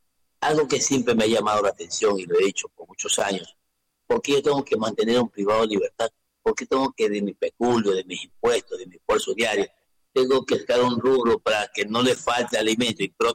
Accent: Ecuador; somos los ecuatorianos.

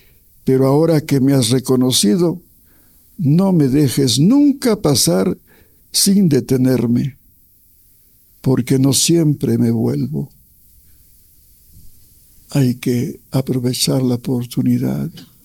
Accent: Imbabura, Ecuador; Es una ciudad muy hermosa de mi provincia, de Imbabura.

